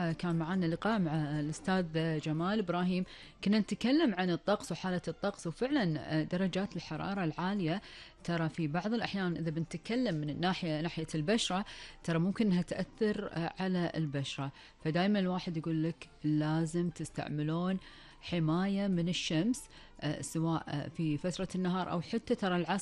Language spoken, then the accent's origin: Arabic; Kuwait; أخبار ديرتنا الحبيبة الكويت وآخر المستجدات